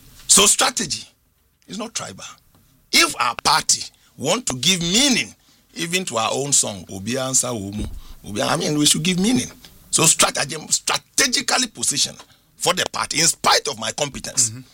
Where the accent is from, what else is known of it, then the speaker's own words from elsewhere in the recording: Greater Accra, Ghana; I'm a Dadangwe from Greater Accra.